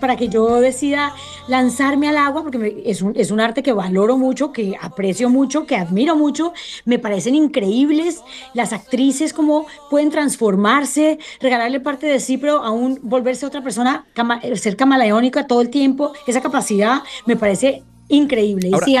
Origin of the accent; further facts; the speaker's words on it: Cali, Valle del Cauca, Colombia; lo marca uno como caleño, la salsa